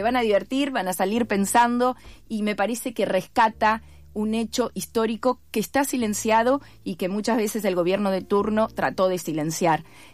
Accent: Tres Arroyos, Buenos Aires Province, Argentina; moved away as an adult; now in Buenos Aires, Argentina; yo nací en Tres Arroyos, empecé a estudiar ahí en Tres Arroyos en el Centro de Cultura de Tres Arroyos y después cuando terminé la secundaria me vine a estudiar a Buenos Aires.

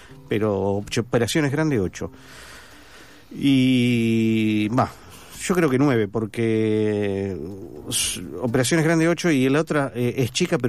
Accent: Avellaneda, Buenos Aires Province, Argentina; now in Remedios de Escalada, Argentina; nunca me sentí del todo de Escalada, porque yo vengo de otro barrio, yo soy de Piñeiro, de Avellaneda, y ahora soy escaladiense.

